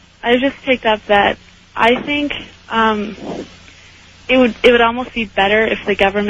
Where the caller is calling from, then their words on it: Madison, Wisconsin, United States; from Madison, Wisconsin.